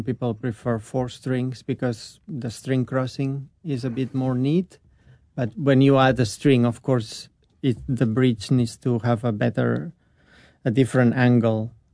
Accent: Catalonia, Spain; I'm from Catalonia, yes.

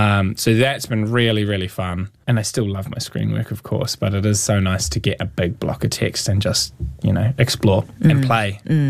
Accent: Christchurch, Canterbury, New Zealand

